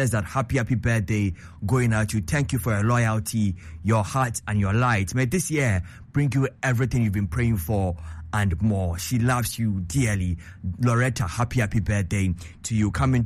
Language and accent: English; England, United Kingdom; I'm supporting England. I'm from England.